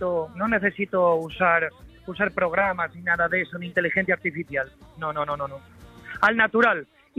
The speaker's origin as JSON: {"language": "Spanish", "region": "Asturias", "country": "Spain", "said": "soy un asturiano enamorado de la copla. No soy del sur, ni soy poeta. Y en mis raíces hay sangre flamenca"}